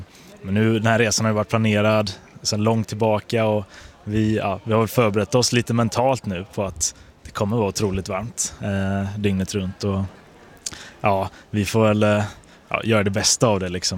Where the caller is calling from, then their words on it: Sweden; nu har vi lämnat henne hemma i Sverige